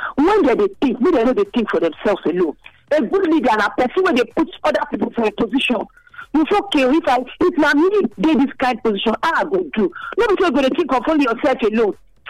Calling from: Benin City, Edo, Nigeria; I call from Upper Lawani.

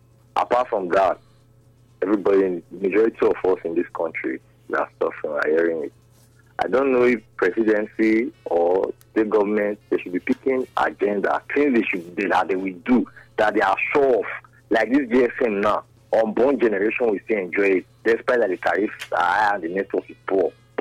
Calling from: Nigeria

